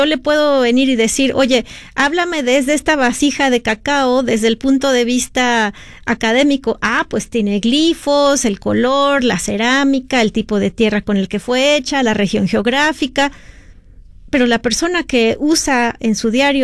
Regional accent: Mexico; en todo lo que me involucré con las comunidades indígenas en mi país, se me ocurrió crear cómo un telar, ¿no?, puede contar una historia, ¿no? Entonces, yo por años he estado yendo a las comunidades indígenas de México en el estado de Chiapas

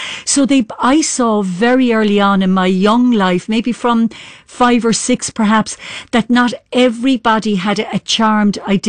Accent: Clonmel, Tipperary, Ireland; now in Cork, Ireland; my parents, my dad is from Donegal in County Cork, and my mother's from a place called Liscarroll in North Cork. But I was born and reared in Clonmel.

